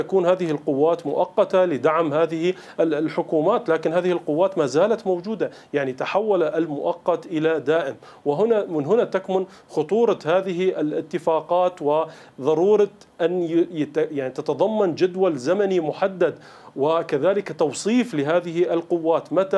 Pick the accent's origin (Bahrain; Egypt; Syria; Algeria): Syria; ما مصلحتنا نحن كسوريين من هذه المسألة؟